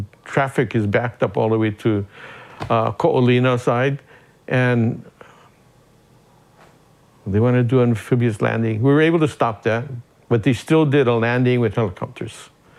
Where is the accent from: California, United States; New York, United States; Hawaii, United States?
Hawaii, United States